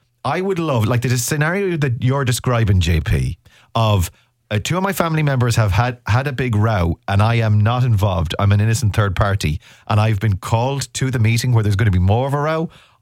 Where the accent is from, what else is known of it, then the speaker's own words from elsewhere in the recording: Ireland; I am Irish. We do not deal with the row.